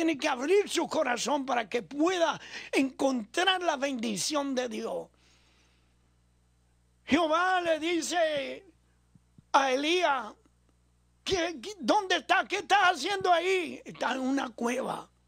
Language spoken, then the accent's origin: Spanish; Italy; Spanish is a second language; moved away; also born or lived in Venezuela; Yo soy italiano, pero he pasado mucho tiempo en Venezuela, ya aprendimos el español. Vamos para 71 años de edad ahora en febrero.